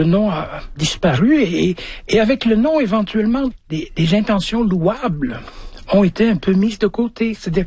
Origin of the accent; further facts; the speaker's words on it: Belgium; also born or lived in Africa; J'ai grandi en Afrique et en Belgique, mais j'ai été éduqué au Québec.